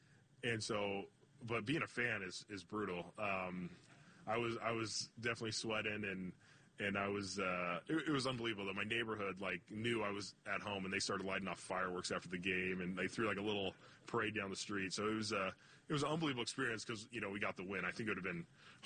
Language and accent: English; California, United States; I am from Southern California, but I think if you look at my background and family, like, it's based off of, like, blue-collar hard work.